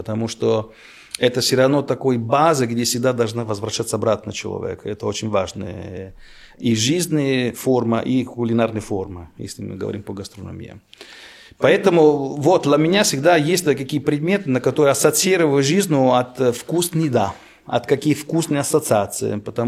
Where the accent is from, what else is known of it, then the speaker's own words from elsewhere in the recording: Italy; Russian is a second language; moved away as an adult; now in Russia; Я, как итальянец, когда пришел здесь